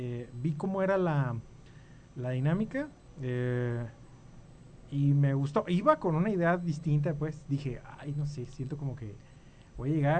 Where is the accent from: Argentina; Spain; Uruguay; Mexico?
Mexico; Aquiles Herdán, Jalisco; soy entonces... de un ranchito que se llama Aquiles Herdán, que está para Jalisco.